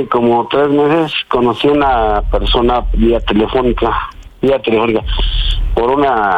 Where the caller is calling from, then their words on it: Nezahualcóyotl, State of Mexico, Mexico; yo tengo 47 años y soy de aquí de Ciudad Neza.